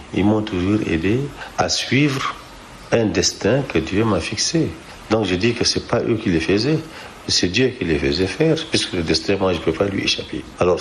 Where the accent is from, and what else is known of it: Chad